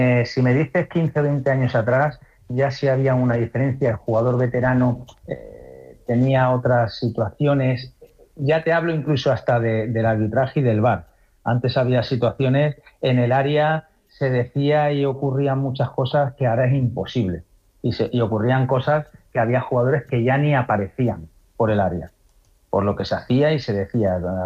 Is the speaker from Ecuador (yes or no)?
no; Aragon, Spain; Yo soy maño, me considero maño, bautizado y pasado por el manto del Pilar, ¿vale?